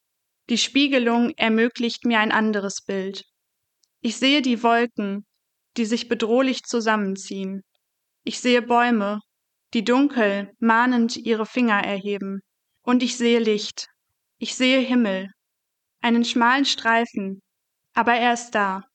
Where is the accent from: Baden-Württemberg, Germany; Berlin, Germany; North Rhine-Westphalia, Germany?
North Rhine-Westphalia, Germany; Essen; Ich komme aus Essen und bin 20 Jahre alt.